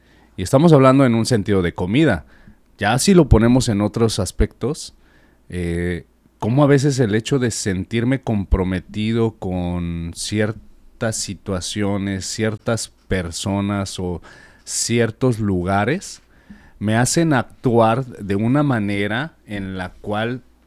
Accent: Mexico; nuestro subconsciente como personas, como mexicanos

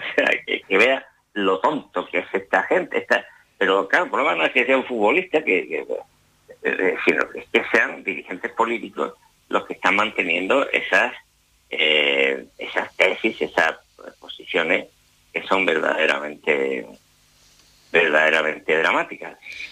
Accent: Andalusia, Spain; aquí en el caso de mi tierra, en Andalucía

